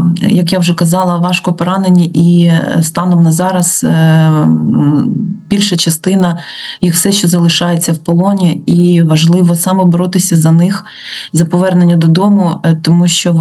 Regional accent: Kharkiv, Kharkiv Oblast, Ukraine; now in Kyiv, Ukraine; я харків'янка

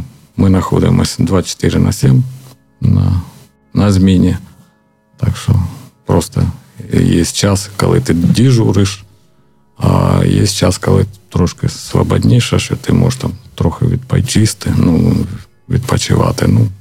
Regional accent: Vovchansk district, Kharkiv Oblast, Ukraine; Ну, з Вовчанщини. Я з Вовчанщини, жінка моя харківська, ну, з Харкова, ну, ми жили там.

